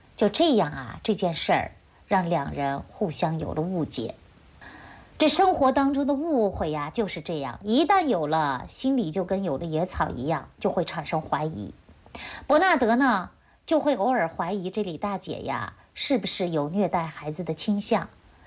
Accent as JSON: {"language": "Chinese", "country": "China", "said": "这就是我们中国人啊，尤其是50岁以上的啊，非常吃苦，也注重诚信"}